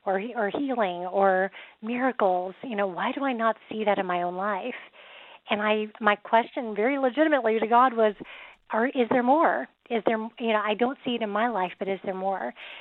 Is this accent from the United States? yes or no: yes; Oklahoma, United States; I think growing up in Oklahoma, everyone, it's the Bible Belt. At least when I grew up, everybody called themselves a Christian.